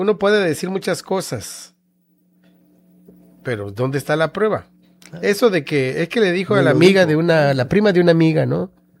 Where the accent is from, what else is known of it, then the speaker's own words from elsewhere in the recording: Tabasco, Mexico; como decimos los tabaqueños, mocho